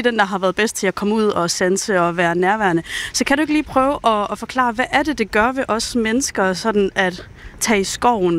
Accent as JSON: {"language": "Danish", "region": "Jutland", "country": "Denmark", "said": "Og nu kommer jeg selv fra Jylland"}